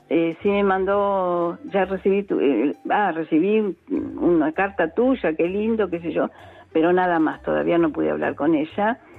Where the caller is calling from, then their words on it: Mar del Plata, Buenos Aires Province, Argentina; de Mar del Plata.